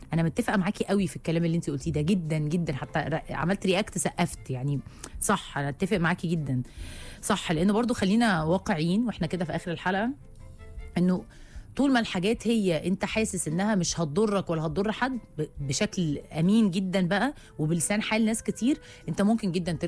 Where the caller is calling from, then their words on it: Alexandria, Alexandria Governorate, Egypt; من اسكندريه